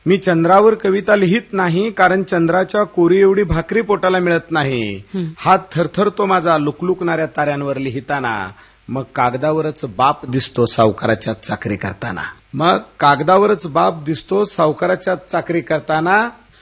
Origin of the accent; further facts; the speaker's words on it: Solapur, Maharashtra, India; मी सांगितलं महाराष्ट्रातून आलो. त्यानंतर त्यांनी मला असं सांगितलं की महाराष्ट्रातून कुठून आलास विचारलं. त्यावेळेस मी सांगितलं सोलापुरातून.